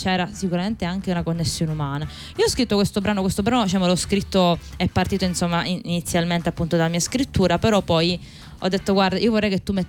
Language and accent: Italian; Palermo, Sicily, Italy; Io sono cresciuta per strada a Palermo, in mezzo agli scugnizzi di Palermo, quelli con i motorini che impennavano, e loro me l'hanno insegnato, il palermitano, cioè io a queste persone devo il mio saper parlare anche un po' la lingua